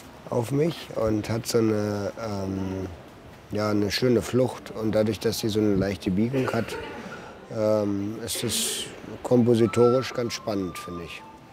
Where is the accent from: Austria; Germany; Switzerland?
Germany; Berlin; Ich komme aus Berlin und dass ich jetzt hier so viel Rot verwende, zeigt eben, dass ich nicht in Berlin male.